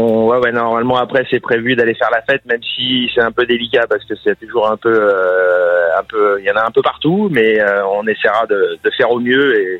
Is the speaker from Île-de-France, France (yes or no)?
yes; Paris, Île-de-France, France; born there; moved away as an adult; now in Bouches-du-Rhône, France; depuis l'âge de mes 6 ans, je suis né à Paris et je vais au Parc des Princes. Oui, la première fois, j'avais 6 ans. Et maintenant, j'en ai 53